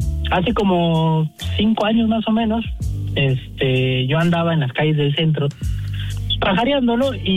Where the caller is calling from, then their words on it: Mexico City, Mexico; Estoy en Iztapalapa.